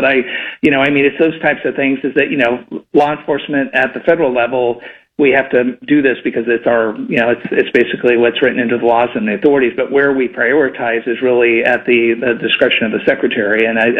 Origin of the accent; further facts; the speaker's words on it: California, United States; I'm from California.